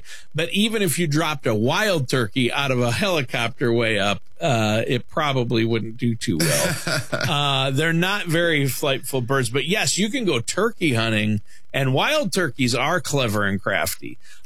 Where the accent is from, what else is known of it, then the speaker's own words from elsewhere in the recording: Worthington, Minnesota, United States; my hometown of Worthington, Minnesota, was the turkey capital of the self-proclaimed turkey capital of the world